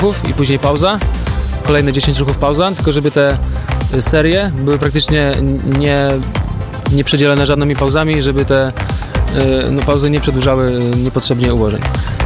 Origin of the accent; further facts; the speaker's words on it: Opole Voivodeship, Poland; Ja z Opolszczyzny znam może kilku takich speedcuberów